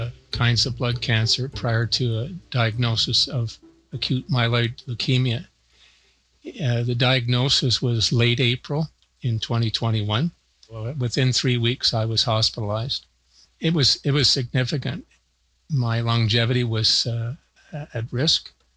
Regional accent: North Bay, Ontario, Canada; I am from North Bay, Ontario, Canada.

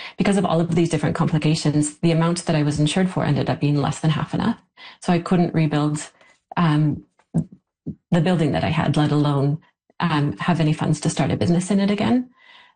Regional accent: Lytton, British Columbia, Canada; I grew up in Lytton and was here kind of off and on for most of my adult life and settled down here. I'm a single parent.

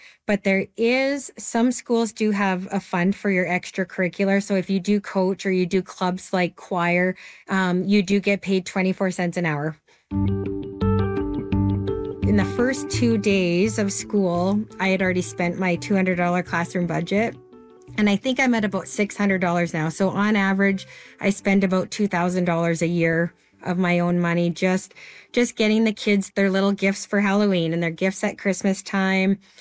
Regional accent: Lethbridge, Alberta, Canada; I am from Lethbridge, Alberta.

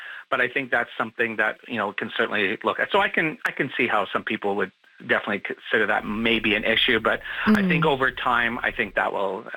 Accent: Winnipeg, Manitoba, Canada; now in Toronto, Canada; you know, I'm originally from Winnipeg, so I always look at Toronto as the major hub of everything, you know, progressive.

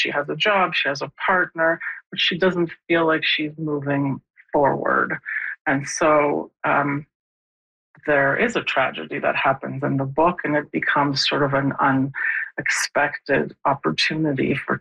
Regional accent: Poland; moved away; I grew up in Poland, and my father, my own father, was a merchant marine, so he was away from home for a long period of time.

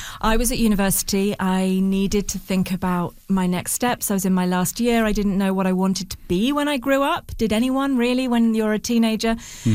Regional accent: United Kingdom; And because I'm so British and so awkward, I was too embarrassed to leave.

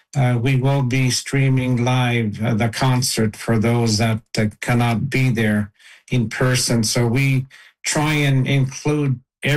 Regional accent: Kuujjuaq, Quebec, Canada; I'm from Kudjuruk, part of the Akpig Jam committee, volunteer committee.

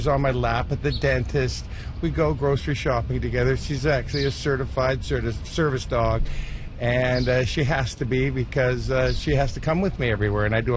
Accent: England, United Kingdom; born there; moved away; I was born in England on Christmas Day.

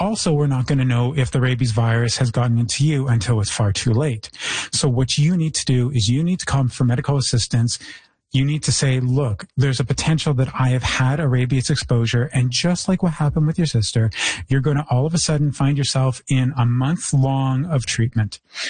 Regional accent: Toronto, Ontario, Canada; moved away; I come from Toronto where the raccoons are practically domesticated.

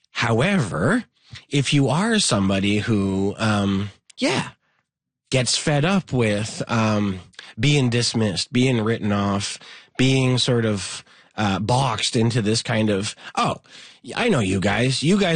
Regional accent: Montreal, Quebec, Canada; I have lived here my entire life. I grew up Anglo boy in Montreal in the 90s.

